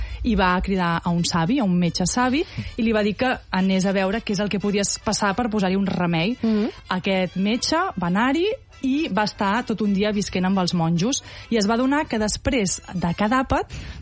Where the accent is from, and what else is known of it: Catalonia, Spain